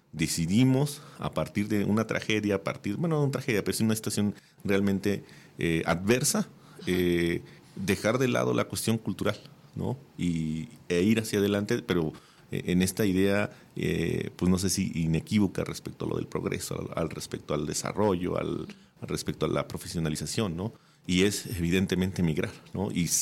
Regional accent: Puebla, Mexico; now in Durango, Mexico; Soy muy moreno, pero no soy de Iztapalapa, soy nahua. Y cuando le dije que era yo precisamente del Valle Agrícola de una comunidad nahua en Puebla

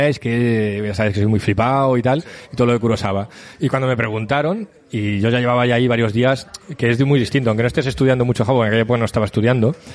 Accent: Spain

